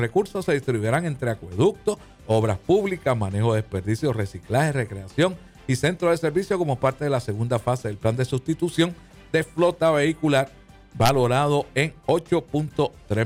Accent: Puerto Rico

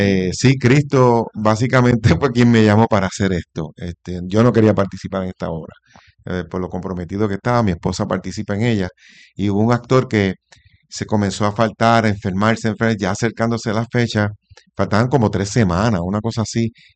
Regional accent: Cataño, Puerto Rico; Pero yo soy del área norte. Yo me crié en Cataño. Mi familia toda es de Vega Alta.

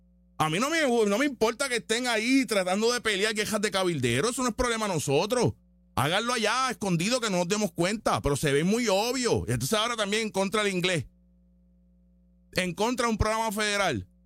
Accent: Puerto Rico; Nosotros vivimos en tierras que eran de los taínos, pero no somos taínos. Somos puertorriqueños, ciudadanos americanos.

